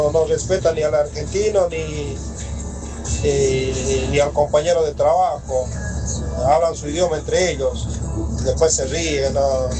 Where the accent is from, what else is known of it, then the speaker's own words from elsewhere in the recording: Bolivia; Yo soy boliviano, pero yo no soy racista.